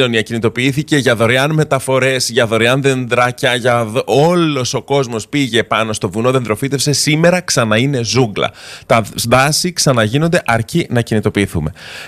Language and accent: Greek; Northern Greece, Greece; από μικρό παιδί που μεγάλωσα στη Βόρεια Ελλάδα